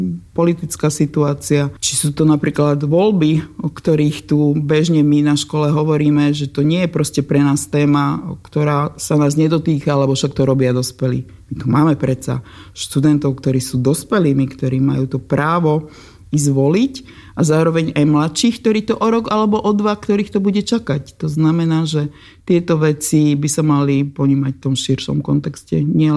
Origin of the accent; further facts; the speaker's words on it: Dubnica nad Váhom, Trenčín Region, Slovakia; hoci sme z Dubnice